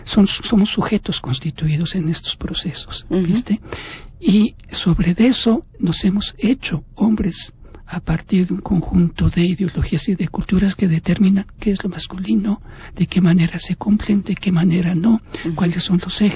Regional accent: Puebla, Mexico; Estudié en la Universidad Autónoma de Puebla. Soy de Puebla.

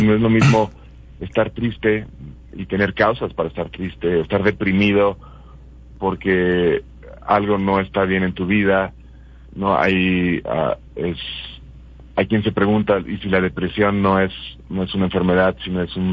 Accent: Guadalajara, Jalisco, Mexico; moved away as an adult; also born or lived in London; now in Mexico City, Mexico; bueno, yo estudié efectivamente teatro en Guadalajara. Soy de Guadalajara y estudié allá, y después trabajé profesionalmente allá unos años. Después tuve la inquietud de, no sé, esa inquietud de juventud de salir. Me fui a vivir a Londres, viví en Londres 2 años.

